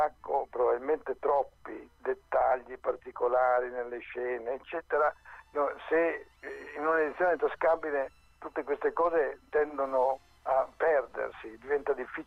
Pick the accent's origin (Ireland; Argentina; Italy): Italy; Bologna, Emilia-Romagna; io sono un bolognese, ma di famiglia non bolognese, di famiglia meridionale.